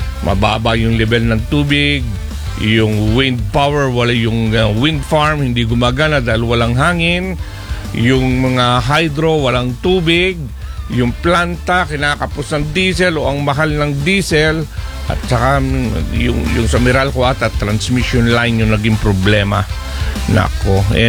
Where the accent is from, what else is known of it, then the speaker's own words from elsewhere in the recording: Mimaropa, Philippines; Doon sa amin sa Oriental Mindoro, 4 oras isang araw ang MLD, yung rotational brownout.